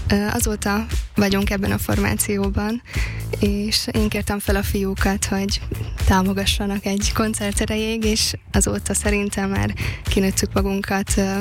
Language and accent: Hungarian; Zakarpattia Oblast, Ukraine; És Márk egyébként kárpátaljai, szintén ahonnan én származom